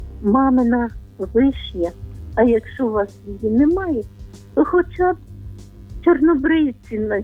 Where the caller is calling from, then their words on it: Vinnytsia Oblast, Ukraine; Я дзвоню з Вінниччини.